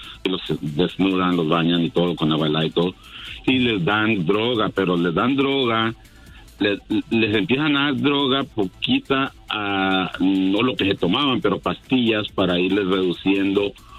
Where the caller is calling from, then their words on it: Arizona, United States; De aquí de Arizona.